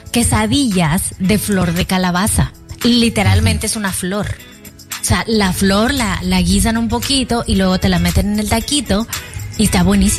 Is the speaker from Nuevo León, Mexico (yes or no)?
yes; Monterrey, Nuevo León, Mexico; para mí como regia, como de Monterrey del Norte.